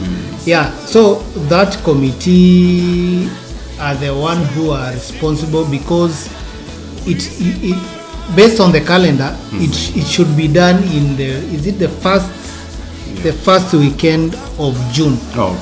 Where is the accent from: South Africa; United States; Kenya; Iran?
Kenya; accent: Kenyan; moved away as an adult; now in Ireland; I'm from Kenya. I've been in Ireland for a period of nearly three years now.